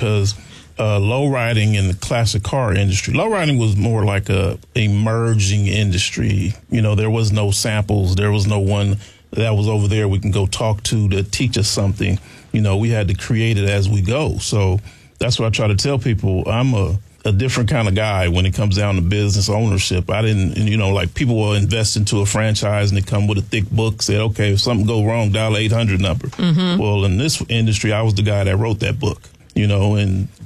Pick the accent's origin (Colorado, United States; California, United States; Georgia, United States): California, United States; Compton; growing up in Compton, it was kind of different for me.